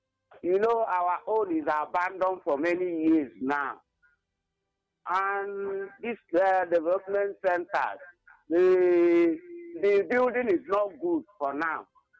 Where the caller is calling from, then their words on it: Nara, Nigeria; I'm calling from Nara